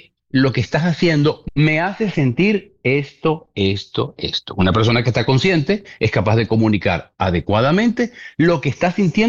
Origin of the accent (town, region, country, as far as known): Venezuela